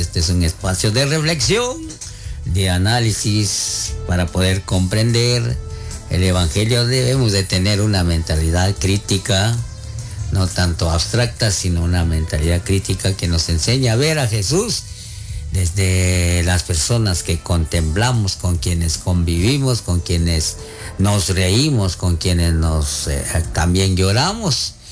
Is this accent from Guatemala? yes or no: yes; Alta Verapaz, Guatemala; como guatemaltecos, como alta verapacenses